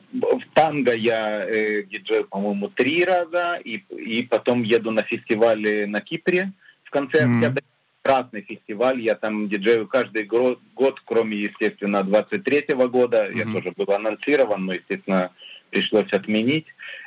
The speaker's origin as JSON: {"language": "Russian", "country": "Ukraine", "tie": "born or raised there", "moved": "yes", "lives_now": "Israel", "said": "чтобы в моем анонсе было указано, что я из Израиля. Вот, они написали, поскольку я родом из Украины"}